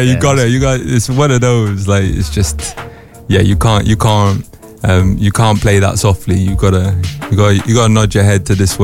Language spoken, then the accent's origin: English; Newport, Wales, United Kingdom; people don't know I'm from Newport.